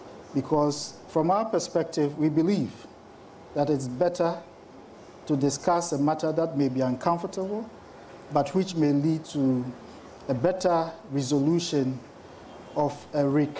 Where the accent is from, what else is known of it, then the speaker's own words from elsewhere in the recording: Ghana; as a Ghanaian